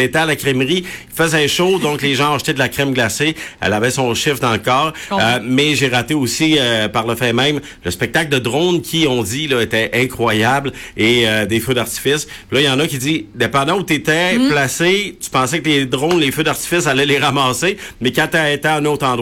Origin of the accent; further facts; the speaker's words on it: Quebec, Canada; moved away; Moi, je l'ai perdu au fil des ans. Là, ça fait tellement longtemps que je suis parti du Saguenay et je l'ai perdu.